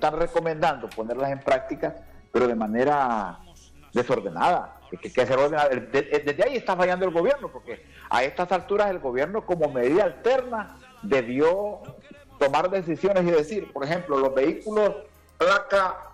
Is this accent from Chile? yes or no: no; Honduras; porque yo como hondureño tampoco puedo exigir que el combustible le baje de una sola vez si es que Honduras no produce combustible.